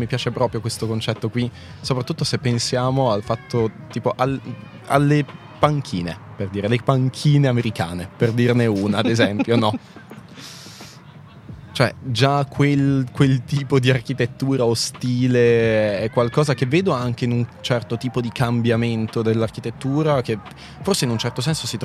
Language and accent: Italian; Milan, Lombardy, Italy; now in Lugano, Switzerland; io vengo anche da Milano, no? Quindi ho vissuto anche quegli esempi lì